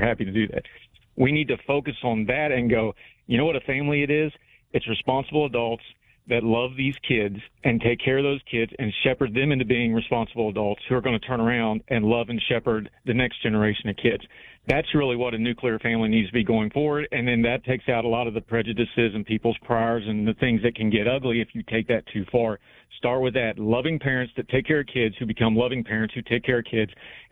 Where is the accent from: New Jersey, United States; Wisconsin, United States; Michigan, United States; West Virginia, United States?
West Virginia, United States; Summersville; I come from Somersville, West Virginia, 2,800 to 3,000 people.